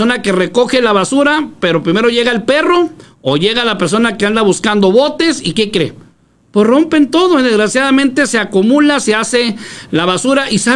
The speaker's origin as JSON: {"language": "Spanish", "town": "Ciudad Juárez", "region": "Chihuahua", "country": "Mexico", "tie": "born or raised there", "also_born_or_lived": "Mexico City", "said": "Ni yo no nací en Juárez, señora, yo nací en México, aquí me crié."}